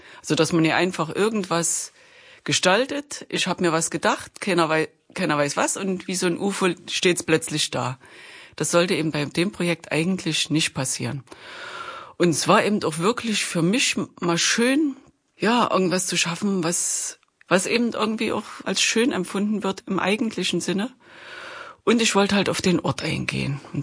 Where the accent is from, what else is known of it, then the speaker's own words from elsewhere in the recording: Chemnitz, Saxony, Germany; Ich bin Chemnitzer Künstlerin und auch die Vorsitzende vom Chemnitzer Künstlerbund.